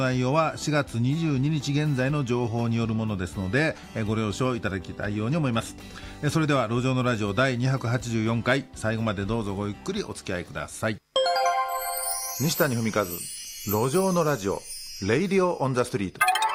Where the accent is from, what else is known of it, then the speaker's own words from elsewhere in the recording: Kyoto, Japan; born there; 京都の生まれ